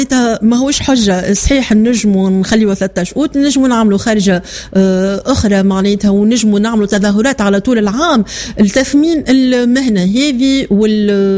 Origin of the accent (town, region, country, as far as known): Tunisia